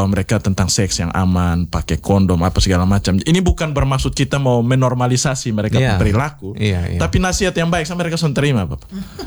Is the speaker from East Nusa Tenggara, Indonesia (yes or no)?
yes; Kupang, East Nusa Tenggara, Indonesia; Saya istilah tuh kalau ngomong kita orang Kupang tuh, nasihat sampai leher bengkok.